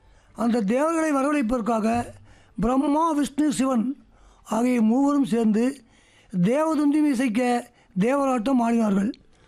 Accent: Theni district, Tamil Nadu, India; நான் தேனி மாவட்டம் வைகை சிவகாபுரம் ஆண்டிபட்டி வட்டம் … தேவராட்ட காலேஜ். நான் எனக்கு 62 வயசு ஆகுது.

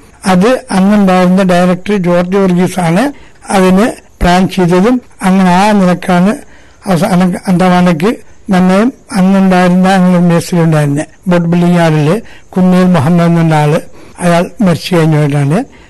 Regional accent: Kavaratti, Lakshadweep, India; ഞാൻ കവർച്ചി തന്നെ ജനിച്ച് കവർച്ചി തന്നെ വളർന്ന് പഠിച്ച

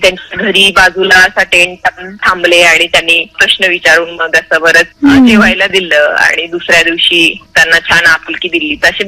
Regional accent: Yavatmal, Maharashtra, India; also born or lived in Chandrapur; पण मी माझं पुढचं 10वी नंतरचं शिक्षण घेण्यासाठी मी शहरात गेले चंद्रपूरथे। माझा जिल्हा यवतमाळ येतो पण मी चंद्रपूरला तिकडे शिकायला गेले

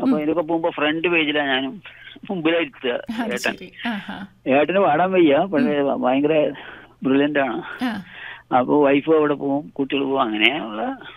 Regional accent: Palakkad, Kerala, India; കൽപ്പാത്തിയിലെ താമസം.

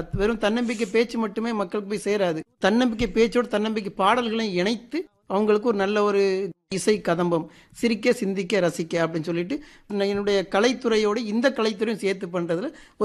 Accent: Nazareth, Tamil Nadu, India; moved away as an adult; now in Nagercoil, India; தூத்துக்குடி மாவட்டம் நாசரை தான் என்னுடைய சொந்த ஊர். நான் வந்து இப்போ நாகர்கோவில் வந்து கிட்டத்தட்ட ஒரு 30 வருஷம் ஆச்சு.

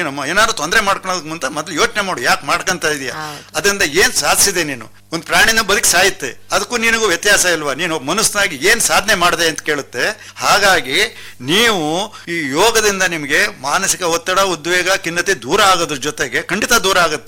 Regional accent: South India, India; ನಾವು ಕರ್ನಾಟಕದಲ್ಲಿ ನಾವಿರೋದು, ಈಗ ನಾವಿರೋದೆಲ್ಲ ಸೌತ್ ಇಂಡಿಯಾದವರು

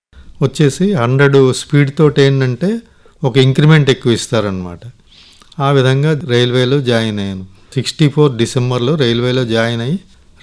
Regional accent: Kakinada, Andhra Pradesh, India; also born or lived in Srikakulam; నేను మధ్య వరసలో పుట్టాను, శ్రీకాకుళం జిల్లా. అక్కడి నుంచి కాకినాడ మేనమావ తీసుకెళ్ళి 6 నుంచి ఆ కాకినాడలోనే చదివించారు.

